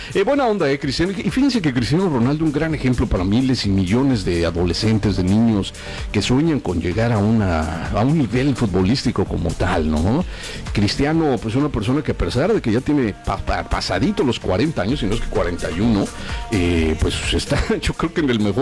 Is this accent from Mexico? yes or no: yes; Mexico; Porque somos mexicanos